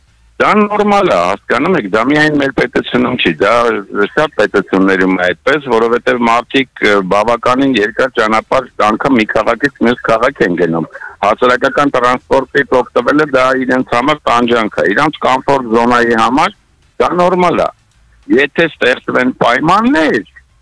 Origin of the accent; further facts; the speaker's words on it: Yerevan, Armenia; նամանավանդ որպես Երևանցի, Երևանի մասին մտածող